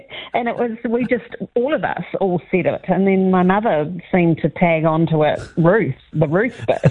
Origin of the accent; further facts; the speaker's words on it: Auckland, New Zealand; now in Cambridge, New Zealand; and but grew up and lived in Auckland. And my husband and I came back to Cambridge and settled, about 15 years ago, and love it.